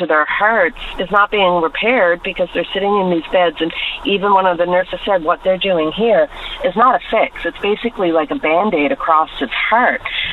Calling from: Bay St. George, Newfoundland and Labrador, Canada; I'm calling in from Bay St. George

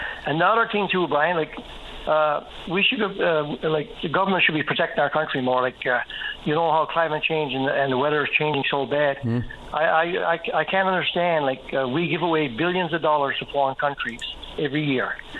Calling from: Newfoundland and Labrador, Canada; I'm calling you from the West Coast. It's beautiful over here.

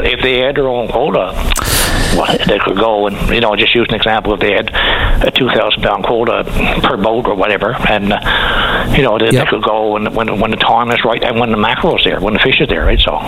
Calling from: Newfoundland and Labrador, Canada; Well, I'm calling from the Gulf, northern, western Newfoundland and the Gulf region, northern Peninsula.

